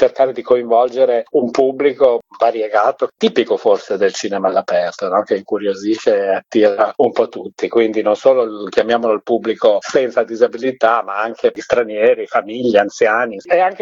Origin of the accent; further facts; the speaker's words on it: Udine, Friuli-Venezia Giulia, Italy; Udine è la mia città d'origine